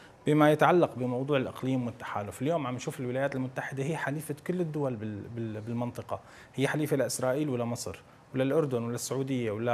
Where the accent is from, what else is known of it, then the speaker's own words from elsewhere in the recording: Syria; نحن كسوريين جميعا